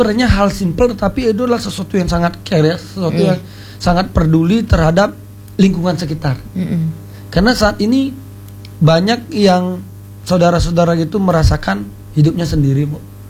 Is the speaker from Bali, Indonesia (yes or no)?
yes; Bali, Indonesia; kita tetap harus ingat dengan jati diri kita sebagai orang Bali